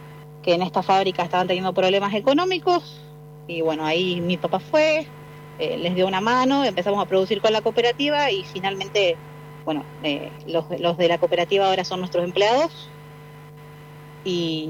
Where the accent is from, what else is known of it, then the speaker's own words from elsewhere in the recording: Mercedes, Buenos Aires Province, Argentina; Pero nosotros no somos de Exaltación de la Cruz, somos de Mercedes. Entonces tenemos una horita de viaje a la planta